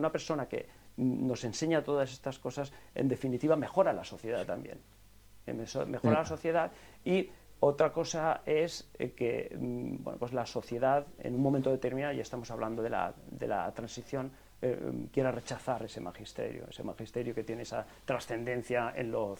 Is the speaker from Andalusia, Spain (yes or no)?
no; Catalonia, Spain; Yo vengo de Cataluña, en donde esto lo observamos día tras día.